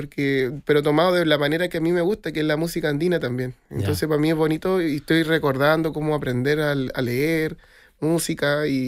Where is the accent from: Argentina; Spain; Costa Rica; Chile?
Chile; Arica, Arica y Parinacota; Yo siento que en Arica, sobre todo, que es mi ciudad. Yo soy mapuche, pero nací en Arica.